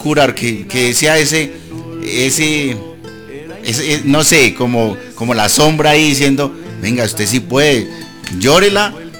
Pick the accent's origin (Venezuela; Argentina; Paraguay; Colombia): Colombia; Boyacá; siempre a cada parte de Colombia que voy, lo digo con mucho amor, soy boyacense porque somos personas llenas de cordialidad, de respeto por los demás.